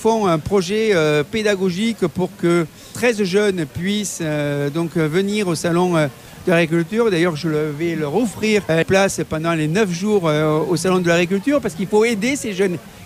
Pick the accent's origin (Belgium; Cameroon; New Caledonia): New Caledonia; Oui, voilà. Ça c'est mon accent.